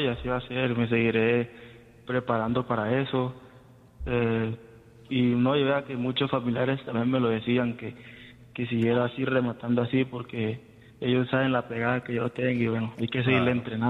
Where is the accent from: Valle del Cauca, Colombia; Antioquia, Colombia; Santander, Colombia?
Antioquia, Colombia; Apartadó; Yo soy de Apartado, Antioquia.